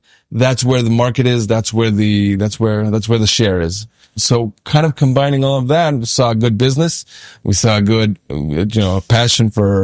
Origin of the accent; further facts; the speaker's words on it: Israel; also born or lived in San Jose, California, United States; I was born there, but I made Aliyah when I was very young and I grew up in Israel. But I'm always back and forth because most of my family's in the U.S.